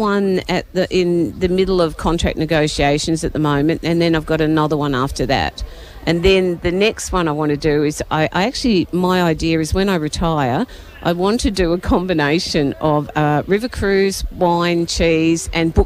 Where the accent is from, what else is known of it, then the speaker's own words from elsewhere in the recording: Montrose, Victoria, Australia; Croydon does, because I grew up in Montrose, and I spent a lot of my teenage years in Croydon.